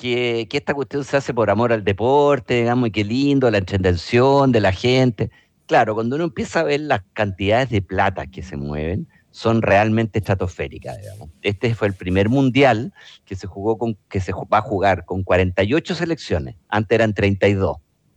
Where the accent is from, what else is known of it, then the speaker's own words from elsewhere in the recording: Chile; nosotros como chilenos